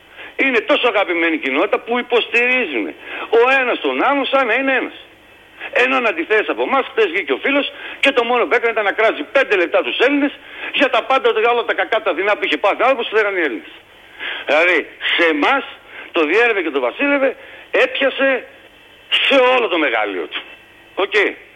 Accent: Cyprus; Το έκανε στην Κύπρο σε εμάς.

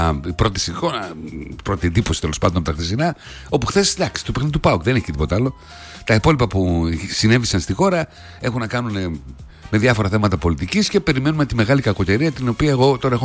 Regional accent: Greece; Εμείς είμαστε από εδώ από την Πίνδο. Από εκεί βρέχει.

